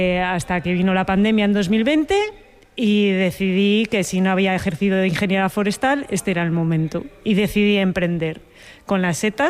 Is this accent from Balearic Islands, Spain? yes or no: no; Valladolid, Castile and León, Spain; now in Becerril del Carpio, Spain; de Ecofungi y cultivo setas ecológicas de manera sostenible. Vivo actualmente en Becerril del Carpio, aunque soy una chica de ciudad de Valladolid